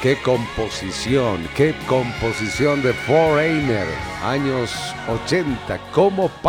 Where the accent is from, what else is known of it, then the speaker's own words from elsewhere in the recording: Oruro, Bolivia; born there; now in Cochabamba, Bolivia; volver a mi tierra de nacimiento, a Oruro